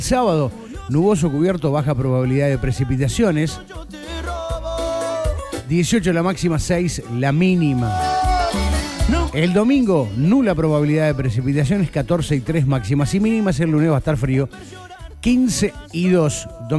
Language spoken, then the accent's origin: Spanish; Uruguay; Yo soy una provincia, uruguayo.